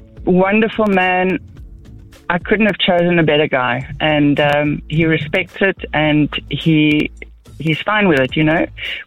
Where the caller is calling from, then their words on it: Limpopo, South Africa; I'm listening from Limpopo.